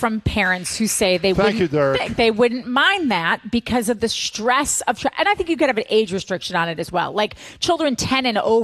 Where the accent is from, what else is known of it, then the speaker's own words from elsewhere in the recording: Wisconsin, United States; moved away; I'm from Wisconsin.